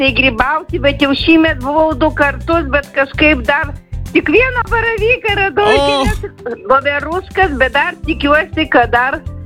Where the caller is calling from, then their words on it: Kaunas, Kaunas County, Lithuania; aš kaunietė esu.